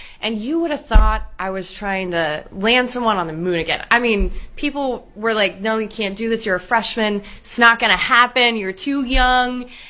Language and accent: English; Round Rock, Texas, United States; I grew up in Round Rock. That's where I represent.